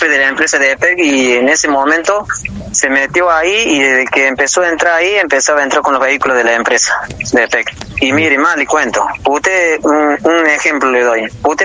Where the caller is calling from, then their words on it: Córdoba, Argentina; a mí en Río Seco me conocen todos, hace 46 años que vivo en Río Seco.